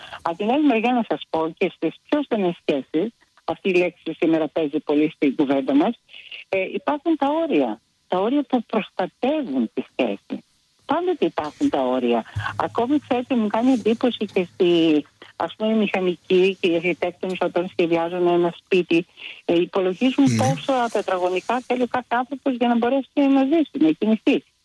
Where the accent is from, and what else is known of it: Greece